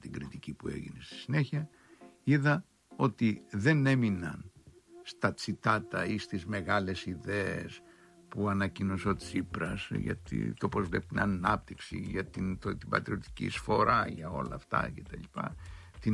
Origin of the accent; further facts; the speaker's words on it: Crete, Greece; Μάλιστα πήγε χθες στην Πατρώα μας γη, κοντοχωριανή μας το Ανδρουλάκη, 4-5 χιλιόμετρα το χωριό του από το χωριό μου